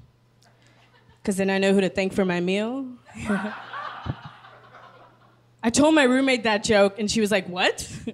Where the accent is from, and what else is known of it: United States